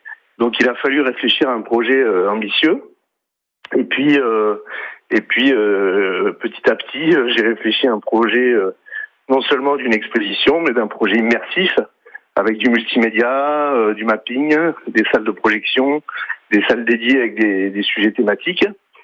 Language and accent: French; Céret, Occitanie, France; moved away; un patrimoine naturel et culturel assez exceptionnel ici en pays catalan. Donc d'où je suis, puisque moi je suis de Céret, et il y avait ce côté retour aux sources.